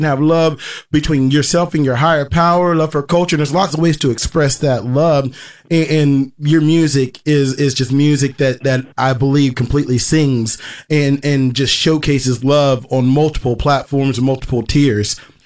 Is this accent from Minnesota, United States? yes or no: no; West Virginia, United States; And growing up in West Virginia, like in Appalachia, I was exposed to that constantly.